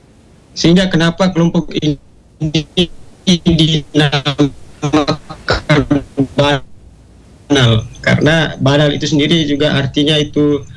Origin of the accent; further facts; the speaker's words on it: Lembata, East Nusa Tenggara, Indonesia; now in Maumere, Indonesia; Saya asli Lembata.